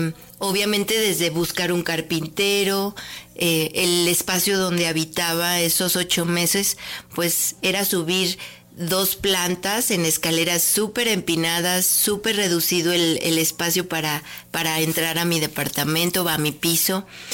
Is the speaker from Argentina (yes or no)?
no; Aguascalientes, Mexico; con lo que yo vivo en mi entorno, en mi país, con lo que yo he crecido plásticamente en Aguascalientes